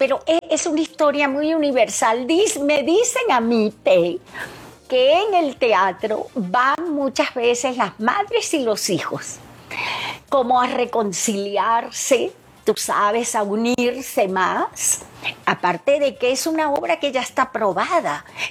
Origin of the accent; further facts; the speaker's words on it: Venezuela; Y que terminó en mi país. Terminó en Venezuela, no sé por qué motivo.